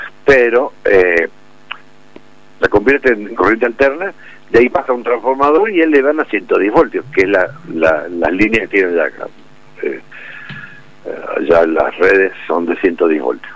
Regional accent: Mendoza, Argentina; born there; Calles de tierra, como con mi casa en Villanueva, cuando era chico viví en Villanueva un tiempo, calles de tierra, las acequias de tierra

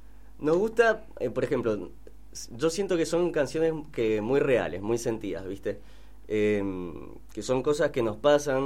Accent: Mendoza, Argentina; yo soy orgullosamente mendocino

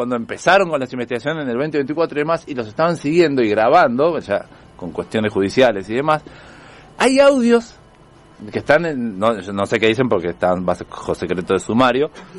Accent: Mendoza, Argentina; ahora somos famosos los mendocinos

